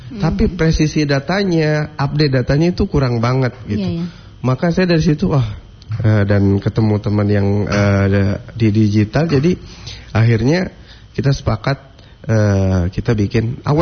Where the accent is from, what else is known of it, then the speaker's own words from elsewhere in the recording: Gorontalo, Indonesia; di daerah saya sendiri kok saya gak bisa menemukan, kalau saya browsing dulu, saya cari-cari, kok ini berita-berita wisata destinasi wisata di Gorontalo tuh nggak ada yang valid